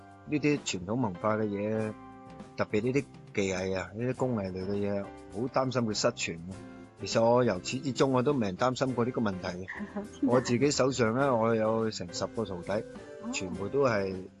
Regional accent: Guangdong, China

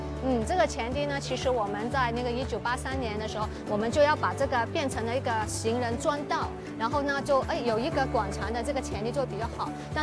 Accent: Macau; 我们澳门人叫它做骑楼。

